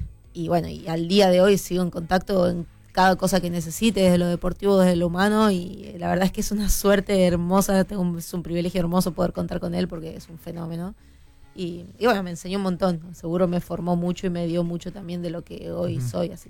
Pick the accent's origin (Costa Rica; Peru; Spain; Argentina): Argentina; Tucumán; Soy tucumana, pero no fanaticé nunca ni por San Martín ni por Atlético.